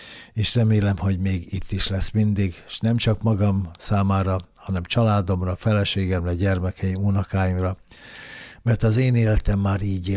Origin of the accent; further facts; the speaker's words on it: Hungary; also born or lived in Újpest; én ott születtem a Duna mellett, itt is éltem szinte életem nagy részét, egy rövid ideig voltam csak távol, amikor éppen honvédségbe sorozott